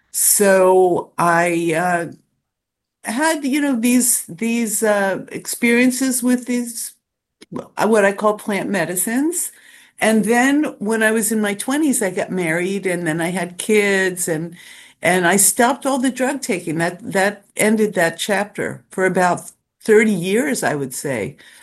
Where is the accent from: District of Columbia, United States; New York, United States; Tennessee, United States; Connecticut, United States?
District of Columbia, United States; Washington; moved away as an adult; also born or lived in California; I guess it started in Washington, D.C. And I grew up in Washington in the 60s and 70s. I went to D.C. public schools, and I went to School Without Walls. That was my high school.